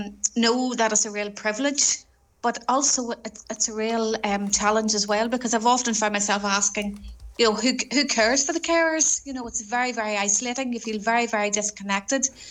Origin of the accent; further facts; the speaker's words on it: Northern Ireland, United Kingdom; moved away; I'm originally from County Armagh, and you lived in a very rural area, and where roads weren't great